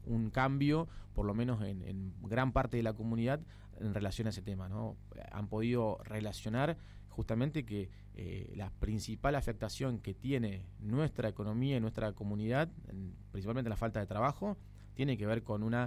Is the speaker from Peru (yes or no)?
no; Argentina; todos tenemos que comprender y entender como argentinos cuál es la función que cumple la población de Tierra del Fuego.